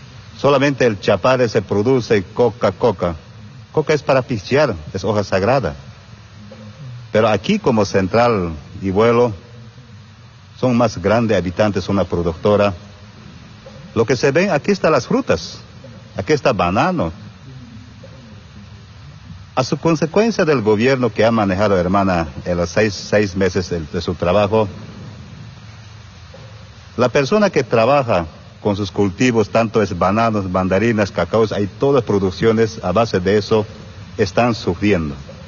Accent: Bolivia; now in Trópico de Cochabamba, Bolivia

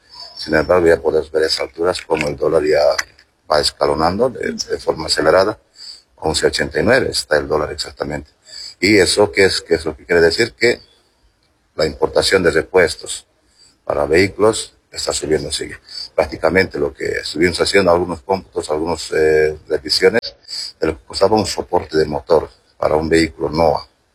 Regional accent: Bolivia; como ciudadanos bolivianos, como transportistas.

